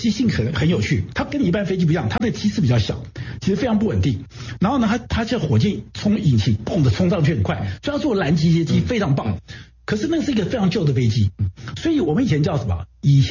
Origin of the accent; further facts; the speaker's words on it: Taiwan; 我们台湾人为了要别人不给我们武器，我们就自己发展武器。